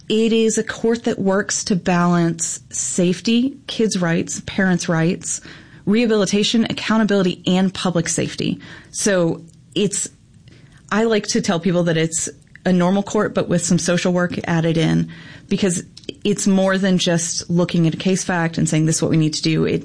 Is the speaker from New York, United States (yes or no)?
no; Virginia, United States; to do an internship after my sophomore year of college with the Family Services Unit in Virginia, in my hometown.